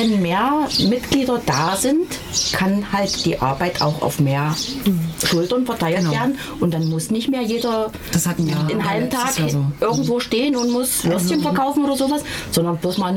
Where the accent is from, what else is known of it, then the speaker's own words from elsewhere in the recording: Saxony-Anhalt, Germany; moved away as an adult; Ich komme von der anderen Saale-Seite